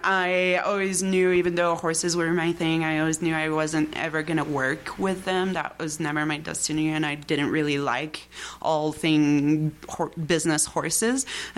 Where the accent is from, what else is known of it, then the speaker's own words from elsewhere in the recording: Paris, Île-de-France, France; moved away as an adult; now in Smoot, United States; But I was born and raised in France by two passionate musicians, right in Paris, really.